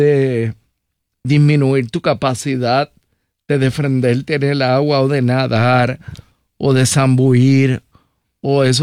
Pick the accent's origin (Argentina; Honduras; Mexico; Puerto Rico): Puerto Rico; Santurce, San Juan; born or raised there